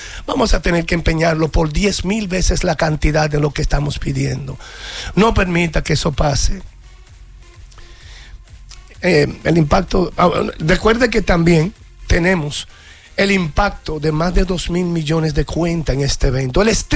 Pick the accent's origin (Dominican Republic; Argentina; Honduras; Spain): Dominican Republic